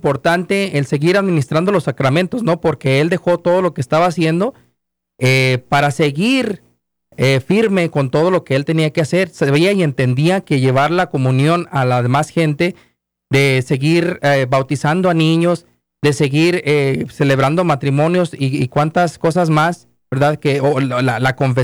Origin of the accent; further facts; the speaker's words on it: Mexico; esa herencia cristera que nosotros, como mexicanos y como católicos también